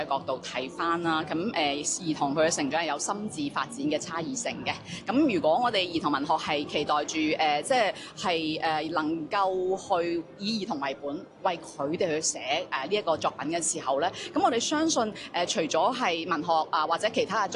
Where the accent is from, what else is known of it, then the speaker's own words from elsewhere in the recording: Macau; also born or lived in Guangzhou, China; 即譬如可能我在澳門長大，但其實我是廣州出世的。